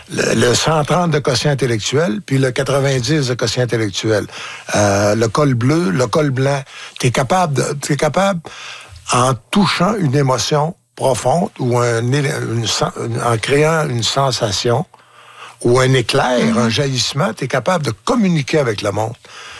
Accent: Falardeau, Quebec, Canada; Je viens de Falardeau.

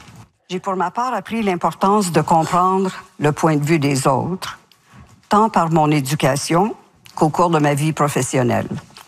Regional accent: Montreal, Quebec, Canada; J'ai grandi à Montréal dans un milieu confortablement homogène. J'ai grandi en uniforme, éduquée exclusivement par des femmes, ma mère et les religieuses de la Congrégation de Notre-Dame.

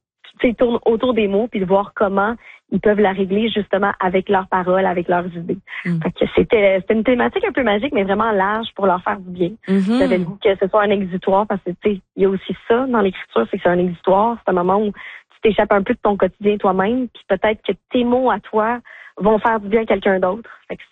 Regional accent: Quebec, Canada; je viens de la rive nord de Montréal

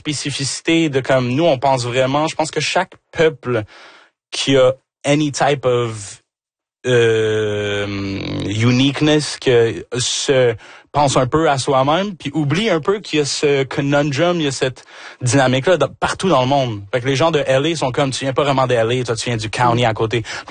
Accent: Rouyn-Noranda, Quebec, Canada; T'sais, moi, je suis Québécois de chez Québécois, là. T'sais, je suis né ici, justement, à Rouyn-Noranda.

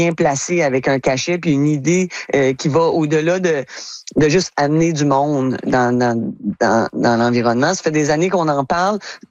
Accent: Saint-Clément, Quebec, Canada; chez nous à Saint-Clément

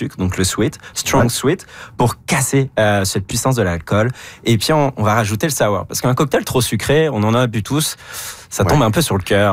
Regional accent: France

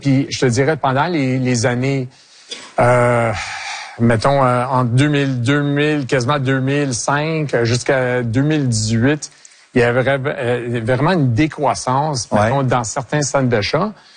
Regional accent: Quebec, Canada; Je suis fier québécois. Je suis, mais j'étais né ici. Mes parents ont été nés ici. Mes grands-parents ont été nés ici. J'étais éduqué en français.

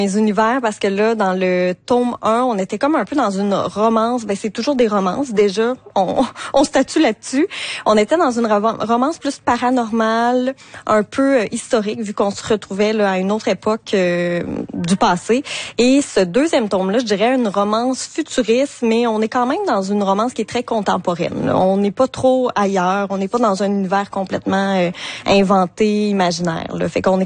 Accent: Le Bic, Quebec, Canada; Et moi, j'habite au BIC, je viens du BIC aussi, ma mère vient du BIC.

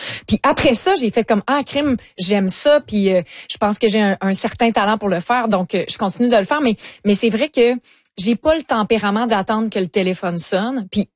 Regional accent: Lévis, Quebec, Canada; Ben, moi, je viens de Lévis. Puis le premier, le OG chocolat favori était sur la rue Bégin à Lévis. Puis à Lévis, quand t'avais 14 ans, t'attendais juste d'avoir ton 14

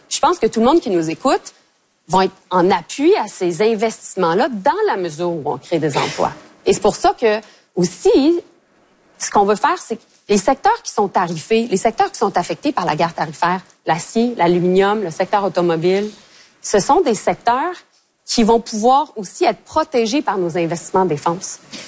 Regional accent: Montreal, Quebec, Canada; Moi, je suis montréalaise, là. Donc, c'est sûr, j'ai un parti pris.

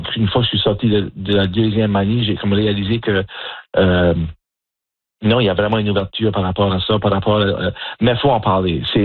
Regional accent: Canada; je suis acadien, je suis père de famille, tout ça.

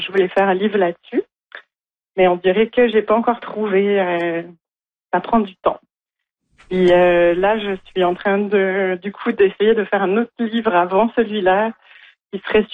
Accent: Brittany, France; moved away as an adult; now in Montreal, Canada; Moi, je viens d'une région, la Bretagne en France, qui est très, très axée sur la mer. Et ça fait 20 ans que je vis à Montréal.

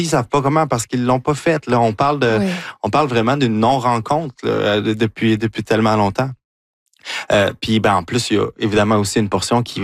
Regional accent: Chicoutimi, Quebec, Canada; born there; also born or lived in Montréal; Mais sinon, c'était Québec, Valcartier, bon, Montréal, une bonne partie de ma vingtaine. Chicoutimi. Je suis né à Chicoutimi, moi.

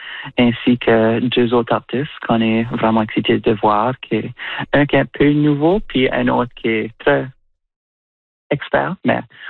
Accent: New Brunswick, Canada; Moi, originalement, je viens du Nouveau-Brunswick

